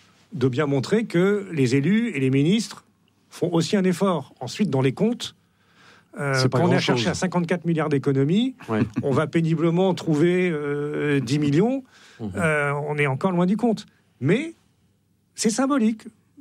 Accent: Saint-Omer, Hauts-de-France, France; J'ai grandi à Saint-Omer, qui est une petite ville du Pas-de-Calais, qui a une cathédrale.

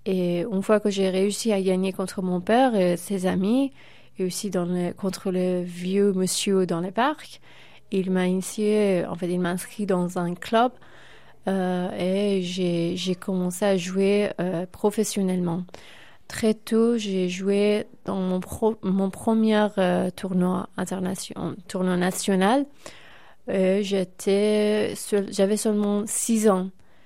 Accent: Iran; Ma première fois que je suis sortie de l'Iran, j'avais seulement 8 ans et demi. Mon premier voyage, c'était en Espagne. Déjà à l'aéroport, j'ai compris que en Iran, on vit complètement, nos vies sont différentes.

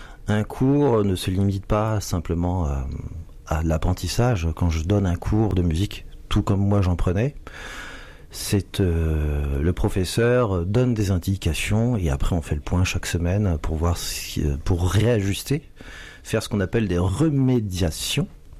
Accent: Vitry-le-François, Grand Est, France; Moi je suis d'origine de la Marne et là-bas à Vitry-le-François il y a beaucoup de commémorations militaires, des défilés.

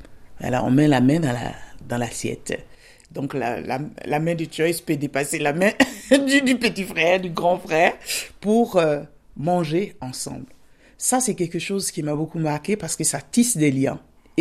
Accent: Thiès-Salé, Côte d’Ivoire; On a Thiès-Salé, qui est ma ville natale d'ailleurs. Et après, mon village, qui est Emakonogaru. Et il n'est pas perdu parce qu'il fait plus de 10 000 habitants aujourd'hui.

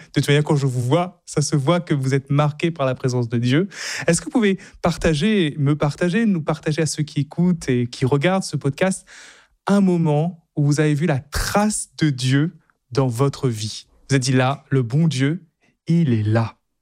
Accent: Réunion; Est-ce qu'en Martinique, moi je suis de La Réunion, hein, est-ce qu'en Martinique il y a un attachement à la Vierge Marie aussi?

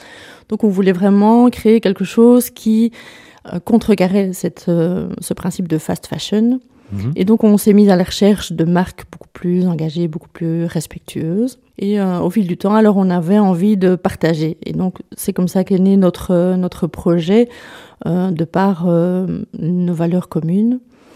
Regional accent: Namur, Wallonia, Belgium; moi je suis namuroise, pure souche.

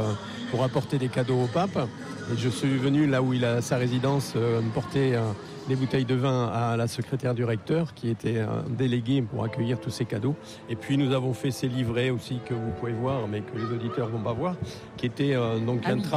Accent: Hauts-de-France, France; born there; now in Lourdes, France; parce que moi je suis un migrant du Pas-de-Calais. Je suis né dans le Pas-de-Calais.

